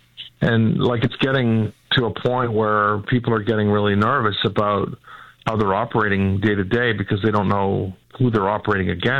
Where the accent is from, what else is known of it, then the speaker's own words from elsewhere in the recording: Canada; We're Canadian and you're proud of it.